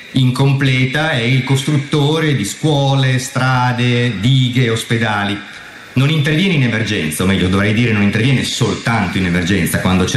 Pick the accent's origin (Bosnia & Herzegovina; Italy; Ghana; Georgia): Italy; Bologna, Emilia-Romagna; Io sono di Bologna, quindi Rimini per me è casa, è praticamente casa.